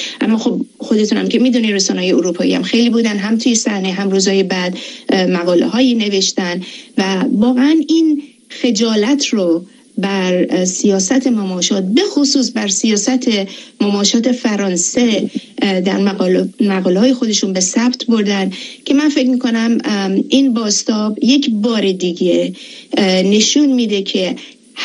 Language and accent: Persian; Iran; به عنوان یک ایرانی